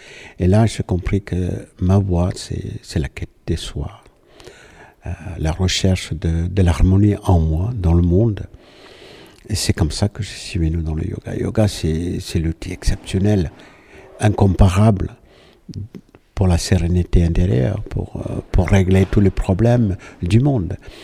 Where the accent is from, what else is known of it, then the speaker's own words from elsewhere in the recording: Kerala, India; Je viens d'Inde, donc je suis indien, indien du Sud. Donc ça fait 33 ans que j'ai enseigné le yoga en Inde et aussi en Europe, principalement en France.